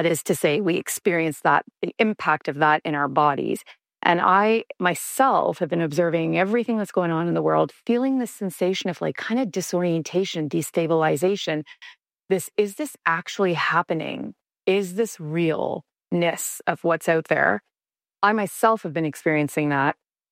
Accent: Canada; So I would have never thought I'm a Canadian. I would have never thought that our relationship with the U.S. would become destabilized.

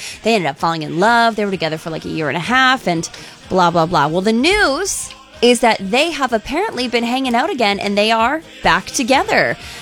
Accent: Canada; We're Canadian.

